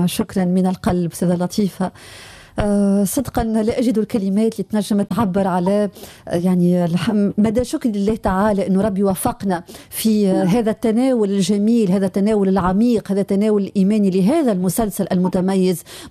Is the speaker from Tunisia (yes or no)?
yes; Tunisia; accent: Tunisian; خلي نقولها بلهجتنا التونسية